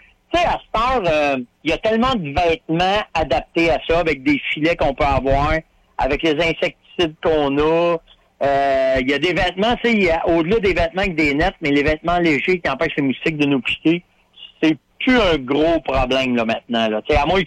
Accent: Terrebonne, Quebec, Canada; nous autres, on vient de Terrebonne. Fait qu'on a une gang à Terrebonne de chums.

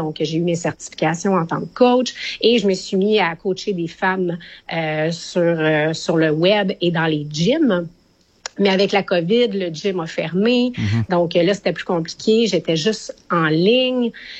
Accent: Quebec, Canada; moved away as an adult; now in Las Terrenas, Dominican Republic; Ça va faire 5 ans que je suis en République. Je suis jamais retournée au Canada. Quand j'ai pris l'avion pour partir du Québec, je suis jamais retournée.

